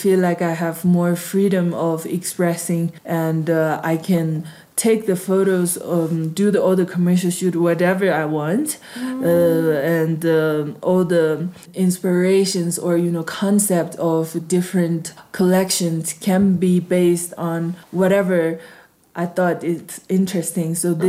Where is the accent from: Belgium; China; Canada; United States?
China; Lhasa, Tibet; born or raised there